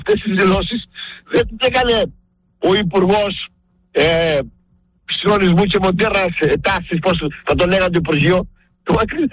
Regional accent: Greece; εγώ σαν Έλληνας πολίτης

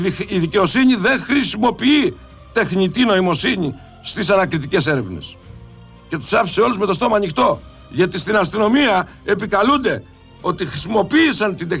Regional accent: Greece; Ντρέπομαι που είμαι Έλληνας τηλεθεατής

